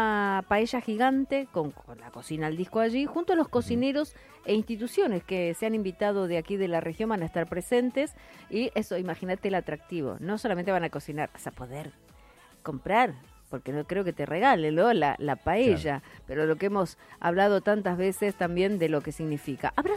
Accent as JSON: {"language": "Spanish", "country": "Argentina", "said": "El orgullo de ser argentino cuando vos estás afuera."}